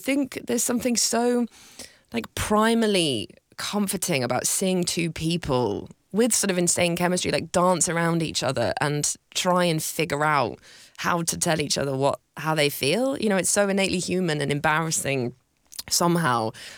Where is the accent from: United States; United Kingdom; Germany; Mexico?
United Kingdom; London; I'm a Londoner, and I went and I, you know, lived in Manchester for this time